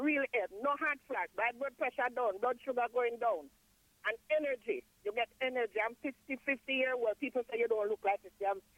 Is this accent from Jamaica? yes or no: yes; Jamaica; moved away; Since I have him, I'm hypertension from Jamaica. Since I come, and then I'm here, I'm still taking blood pressure pills.